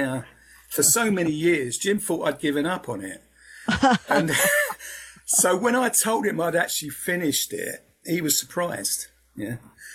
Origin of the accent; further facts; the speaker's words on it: Peckham, London, United Kingdom; so I was brought up in Southeast London, Peckham.